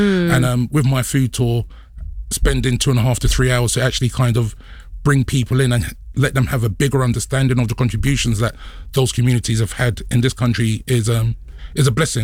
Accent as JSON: {"language": "English", "region": "London", "country": "United Kingdom", "tie": "born or raised there", "said": "born and raised in Brixton, so surrounded by many of the Windrush generation that came over to help rebuild this country."}